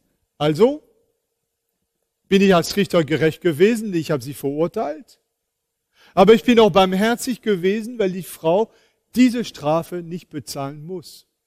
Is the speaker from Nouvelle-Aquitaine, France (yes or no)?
no; Île-de-France, France; das war kurz vor Weihnachten in der Gegend von Paris, wo ich herkomme.